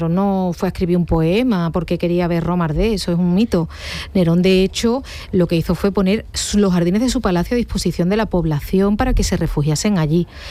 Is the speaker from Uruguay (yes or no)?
no; Andalusia, Spain; Esto es algo que me toca de cerca. Yo soy de la Sierra de Aracena y Picos de Aroche y hemos vivido situaciones muy, muy duras como lo que tú comentabas, ¿no?